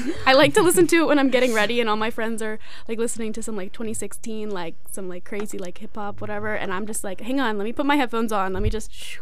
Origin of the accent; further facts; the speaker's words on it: New Jersey, United States; I'm from South Jersey, like LBI area. I grew up by the beach.